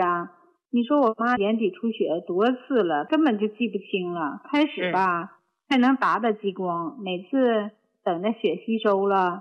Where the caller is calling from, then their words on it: Harbin, Heilongjiang, China; 我是哈尔滨的。